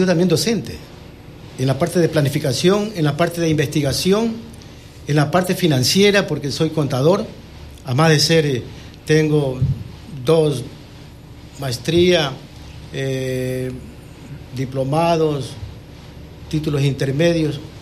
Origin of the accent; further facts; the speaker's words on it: Quevedo, Los Ríos, Ecuador; Primeramente soy de Quevedo, nací en Quevedo, 100% quevedeño.